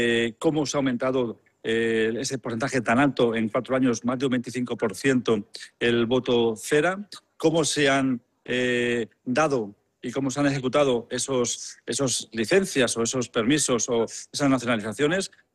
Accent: Spain; sobre todo como español, ¿no? Sobre todo ya como español, creo que es importante el que celebremos nuestras elecciones

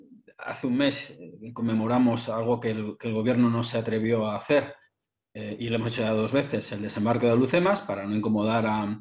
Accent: Castilla-La Mancha, Spain; Simplemente que me he venido a mi pueblo de la Sierra de Cuenca

